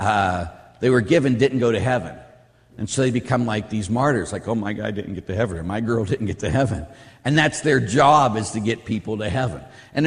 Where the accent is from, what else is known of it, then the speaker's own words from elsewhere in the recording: Pittsburgh, Pennsylvania, United States; when I was a kid, I grew up in Pittsburgh, as we all know, and I was at my grandmother's house.